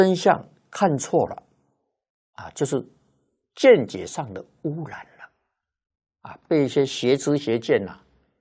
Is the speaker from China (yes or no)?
yes; China; 我们中国人